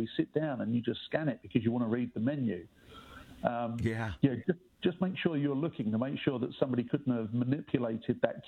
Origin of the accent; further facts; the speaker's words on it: England, United Kingdom; accent: English; with my accent, I'm English.